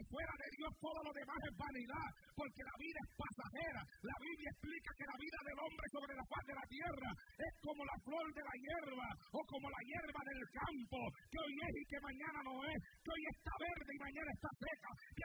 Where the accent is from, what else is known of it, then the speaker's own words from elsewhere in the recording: Santa Isabel, Puerto Rico; allá en mi pueblo, en Santa Isabel, con la iglesia que yo pastoreaba allá en Puerto Rico.